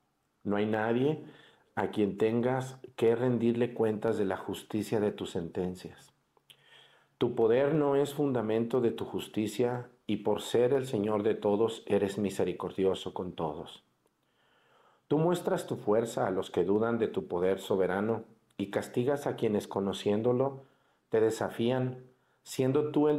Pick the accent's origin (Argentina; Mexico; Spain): Mexico; Mexticacán, Jalisco; now in Guerrero, Mexico; por mi pueblo Mexticacán